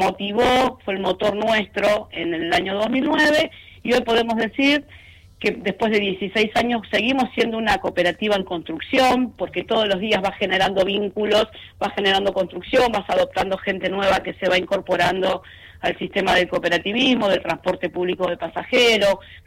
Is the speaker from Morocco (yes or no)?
no; Buenos Aires, Argentina; moved away as an adult; now in Ushuaia, Argentina; yo soy de Buenos Aires y adopté esta ciudad como elección, esta provincia, mira, que es a la que queremos. Hace 25 años que estoy ya en Ushuaia.